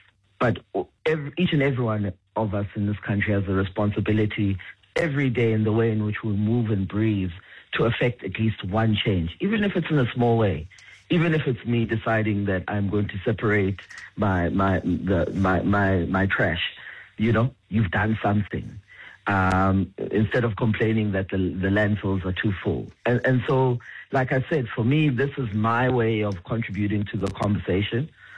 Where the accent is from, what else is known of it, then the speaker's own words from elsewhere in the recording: South Africa; I'm a South African and I know I'm also invested in this country